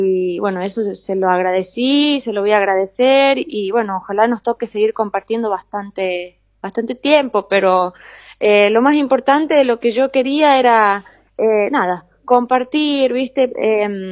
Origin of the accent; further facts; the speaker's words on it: Olta, La Rioja, Argentina; yo no soy de La Rioja, yo no soy de la capital, yo soy de Olta, yo soy del interior.